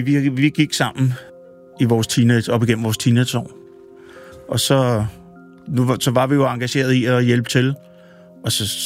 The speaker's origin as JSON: {"language": "Danish", "town": "Copenhagen", "region": "Capital Region of Denmark", "country": "Denmark", "tie": "born or raised there", "said": "Jeg er født og opvokset på Østerbro, ja."}